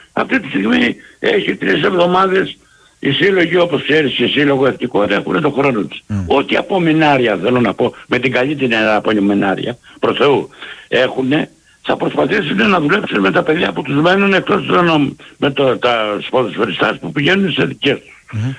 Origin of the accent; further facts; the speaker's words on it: Peloponnese, Greece; Μπορεί να είναι εγωιστικό, μπορεί επειδή είμαι και Λάκωνας να είναι από την πατρίδα μου.